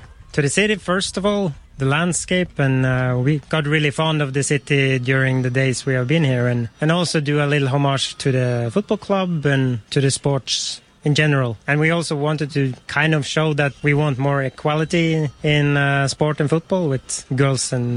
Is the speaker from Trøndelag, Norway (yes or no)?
no; Bodø, Nordland, Norway; I come from Bodø in northern Norway